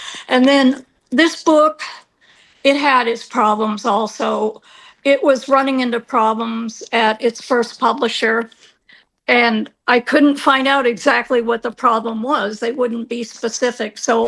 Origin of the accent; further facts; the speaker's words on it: Canada; moved away as an adult; And because it was an international student at the time, I came from Canada.